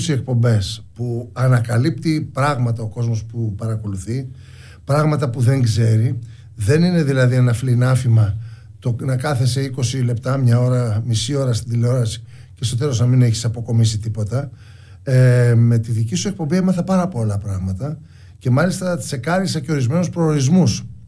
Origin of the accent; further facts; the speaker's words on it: Greece; αυτό το πράγμα εδώ τώρα που βλέπω είναι στην πατρίδα μου, είναι στην Ελλάδα.